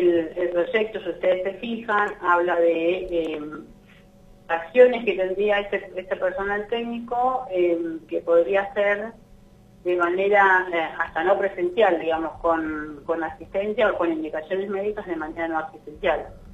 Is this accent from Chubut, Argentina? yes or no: yes; Puerto Madryn, Chubut, Argentina; Yo soy de Madrid